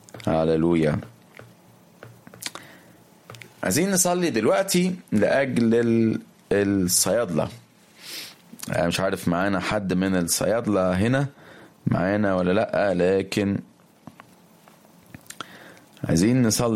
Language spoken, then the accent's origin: Arabic; Egypt